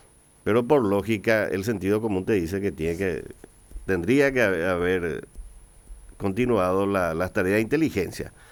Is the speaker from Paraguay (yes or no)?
yes; Paraguay